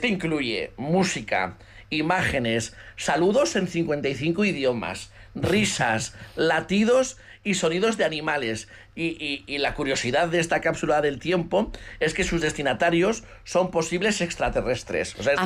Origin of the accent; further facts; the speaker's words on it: Altsasu, Navarre, Spain; en mi pueblo, en Altsasu